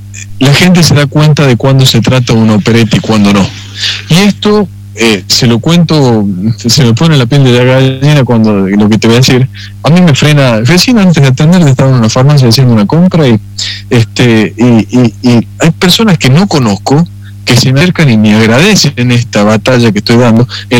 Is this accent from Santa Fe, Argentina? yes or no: no; Chilecito, La Rioja, Argentina; es un modo de transmitirle a mi tierra, a los chilesiteños y a las chilesiteñas